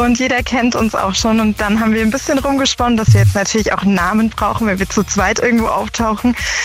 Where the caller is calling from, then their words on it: Munich, Bavaria, Germany; aus München